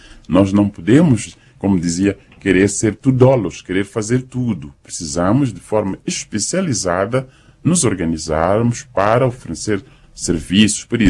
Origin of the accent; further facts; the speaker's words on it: Mozambique; que é a responsabilidade de cada um de nós como moçambicanos.